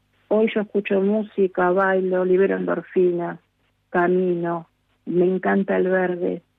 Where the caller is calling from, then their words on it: Lomas de Zamora, Buenos Aires Province, Argentina; Yo vivo de Temperley, una estación más, Loma de Zamora, son 3 minutos.